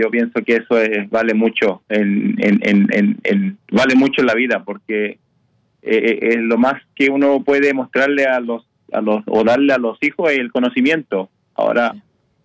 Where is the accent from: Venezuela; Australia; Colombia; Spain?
Australia; also born or lived in Chile; Porque es bueno saber dónde es uno. Sí, uno se crió, se crió acá. Yo considero Australia mi casa, mi my home. Uh-huh. Uno también, yo respeto mucho porque uno nació en Chile, o sea, es chileno, pero hay que combinar los dos.